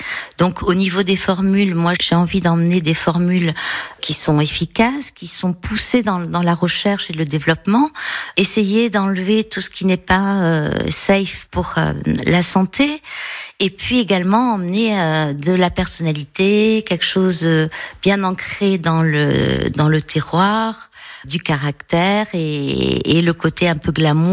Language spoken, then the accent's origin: French; Bastia, Corsica, France; born there; je suis née à Bastia